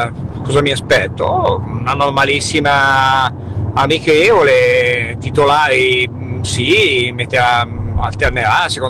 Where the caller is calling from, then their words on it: Lentate sul Seveso, Lombardy, Italy; da Lentate, sono in macchina